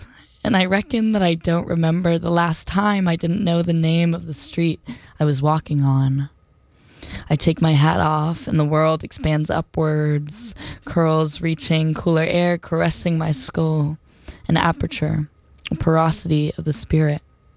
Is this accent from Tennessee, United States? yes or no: yes; Nashville, Tennessee, United States; first heard on my hometown radio station in Nashville.